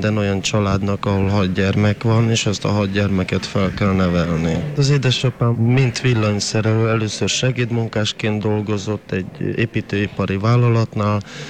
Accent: Hungary

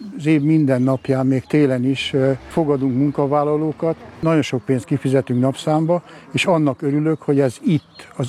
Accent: Vajszló, Baranya, Hungary; born there; Vajszlón születtem a cigánysoron, egy sárkunyhóba kezdtem az egészet.

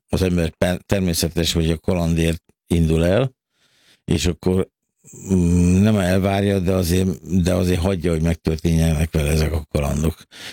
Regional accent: Hungary; mi magyarok vagyunk

